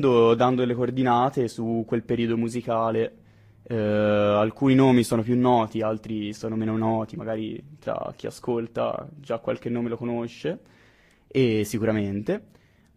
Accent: Florence, Tuscany, Italy

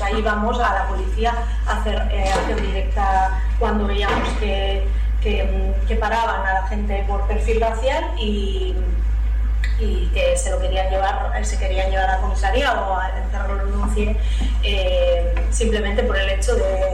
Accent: Getxo, Basque Country, Spain; moved away as an adult; now in Madrid, Spain; 2009, cuando llegué a Madrid a vivir. Yo soy del barrio de Romo del municipio de Getxo

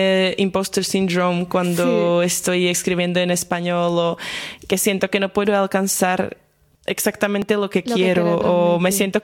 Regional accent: Slovakia; first language Slovak; Spanish is a second language; porque en eslovaco, por ejemplo, yo por eso tengo el acento bastante marcado, porque nosotros ponemos el acento siempre en la primera sílaba de la palabra. En español es completamente diferente

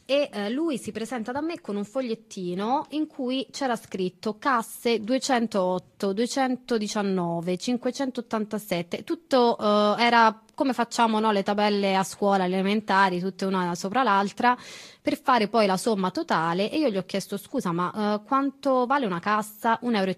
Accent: Calabria, Italy; sono calabrese, che però effettivamente davanti al Marocco, quindi i miei tratti spesso venivano confusi

